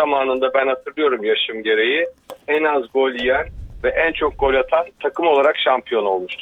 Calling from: Istanbul, Turkey; İstanbul'dan arıyorum.

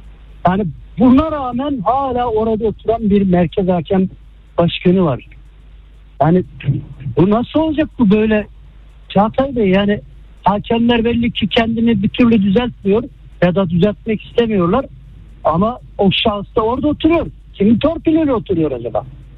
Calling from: Istanbul, Turkey; ben İstanbul'dan.

